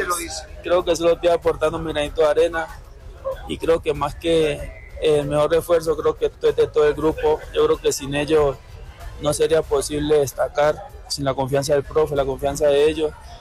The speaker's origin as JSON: {"language": "Spanish", "region": "Chocó", "country": "Colombia", "moved": "yes", "said": "por ser de Colombia y más que todo el Chocó, donde siempre fue muy fuerte todo"}